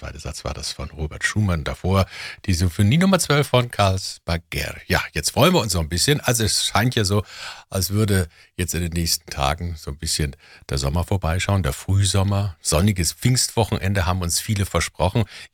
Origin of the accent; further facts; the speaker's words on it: Munich, Bavaria, Germany; born there; Wir lieben München. Ich bin in München geboren.